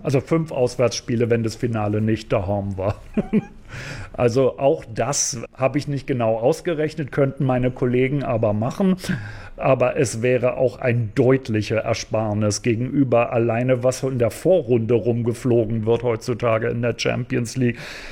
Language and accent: German; Berlin, Germany; Also ich bin selber aus Berlin